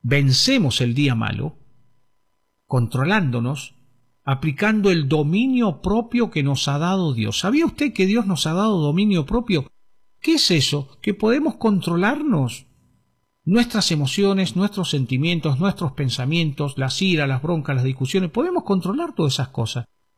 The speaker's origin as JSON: {"language": "Spanish", "country": "Argentina", "lives_now": "Neuquén, Argentina", "said": "Hola a todos mis amigos, muchas bendiciones desde aquí. Neuquén capital, la capital de la Patagonia, así le dicen a nuestra ciudad."}